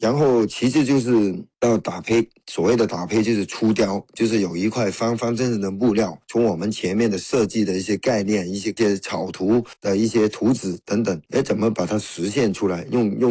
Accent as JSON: {"language": "Chinese", "town": "Guangzhou", "region": "Guangdong", "country": "China", "said": "因为我们广州这边的龙舟呢，是在一些狭窄的河涌里面去划"}